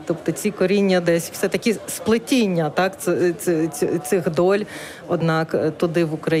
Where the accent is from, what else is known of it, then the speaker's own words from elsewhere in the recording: Ukraine; Polish is a second language; kiedy oni dowiedzą się, że ja z Ukrainy